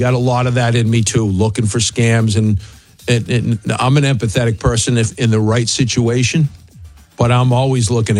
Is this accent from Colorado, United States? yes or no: no; Hampton Beach, New Hampshire, United States; I'm a kid from Hampton Beach that's always looking for a street scam, right?